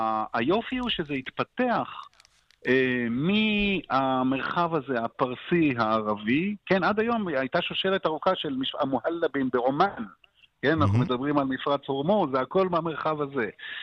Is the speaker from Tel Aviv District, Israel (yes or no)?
yes; Jaffa, Tel Aviv District, Israel; ואני חושב שיש פה מעברים נורא מעניינים, כי אני זוכר בתור ילד ביפו